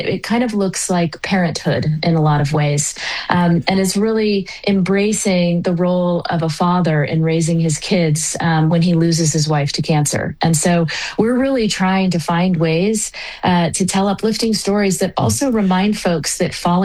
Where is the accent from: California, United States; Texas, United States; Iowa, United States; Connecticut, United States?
Texas, United States; And I would say as a Texan, I would say, no, we like courageous stories.